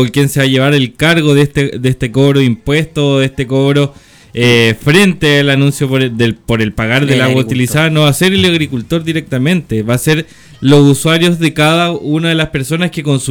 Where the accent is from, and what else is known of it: Chile